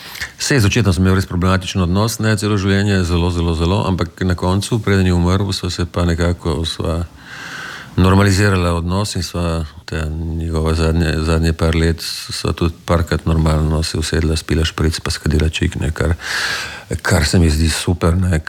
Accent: Tolmin, Gorizia, Slovenia; also born or lived in Idrija / Ljubljana; Ja, odraščal sem v Tolminu potem, ja, do konca osnovne šole, potem so šel v Idrijo v gimnazijo, pa v dijaški dom, pa potem vojska, pa potem Ljubljana, pa tako naprej.

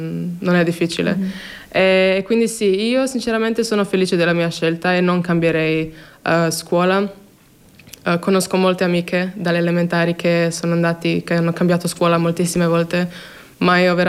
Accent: Croatia; io sono dalla Croazia quindi posso anche andare in Croazia oppure anche in Slovenia, capisco le lingue

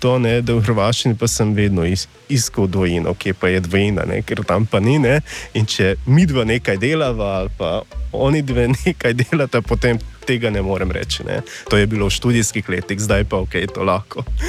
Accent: Hungary; Slovenian is a second language

